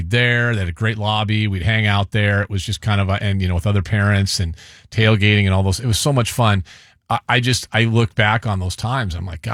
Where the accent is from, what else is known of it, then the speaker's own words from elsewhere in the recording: Maple Valley, Washington, United States; We come from Maple Valley, not the most diverse place in the world.